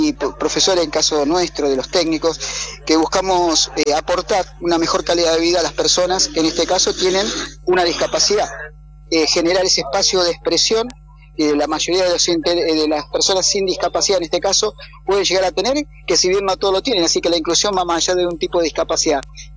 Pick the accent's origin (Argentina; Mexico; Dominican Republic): Argentina; Patagonia; yo vengo de la Patagonia, vivo en Río Negro